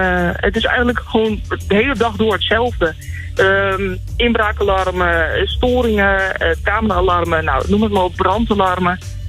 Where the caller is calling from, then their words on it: Voorthuizen, Gelderland, Netherlands; Ja, ik kom uit Voorthuizen.